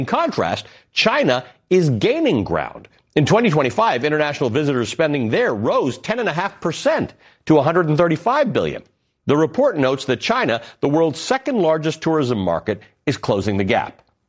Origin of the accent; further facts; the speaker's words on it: Canada; The biggest attraction to people from my home country, Canada